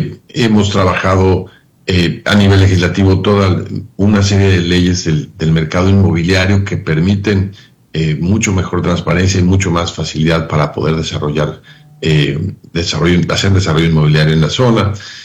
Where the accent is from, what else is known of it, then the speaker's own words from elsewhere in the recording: Mexico; Fue muy divertido el Mundial como mexicano.